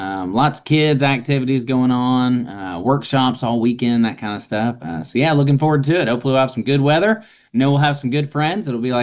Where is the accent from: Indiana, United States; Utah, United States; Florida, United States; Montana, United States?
Indiana, United States; Vincennes; So I'm from Vincennes.